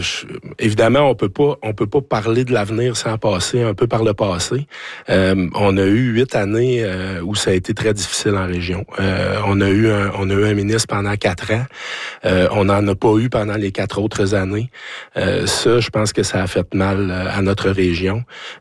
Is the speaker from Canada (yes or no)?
yes; Val-d'Or, Quebec, Canada; chez nous à Val-d'Or.